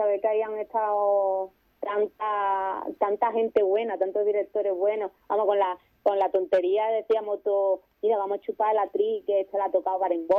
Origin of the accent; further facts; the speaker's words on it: San Fernando, Andalusia, Spain; Yo digo, de Cádiz, bueno, de San Fernando.